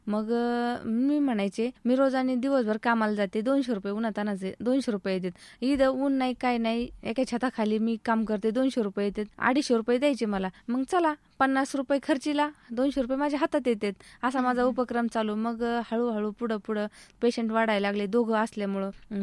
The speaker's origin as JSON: {"language": "Marathi", "region": "Maharashtra", "country": "India", "moved": "as an adult", "lives_now": "Ahmednagar, India", "said": "राहणार बिळद, पाण्याची टाकी. पण आता सध्या मी 4 वर्षापासून नगरला राहायला आले, पाईपलाईन रोड वाणीनगर इथे."}